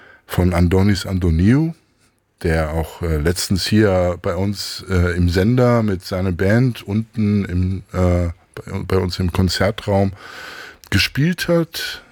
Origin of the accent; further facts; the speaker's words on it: Cyprus; first language Cypriot Greek; German is a second language; Ja, ich bin ja auf Zypern geboren, entsprechend und aufgewachsen. So entsprechend bin ich quasi mit Griechisch aufgewachsen. Besser gesagt Zypriotisch.